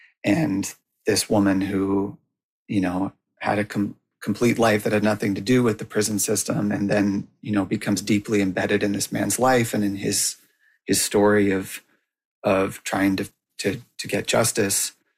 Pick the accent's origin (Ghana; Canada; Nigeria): Canada; Woodstock, New Brunswick; now in New York, United States; as a person who grew up in, you know, Woodstock